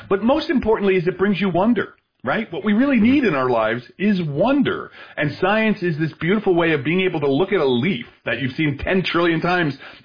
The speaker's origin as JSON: {"language": "English", "town": "Belleville", "region": "New Jersey", "country": "United States"}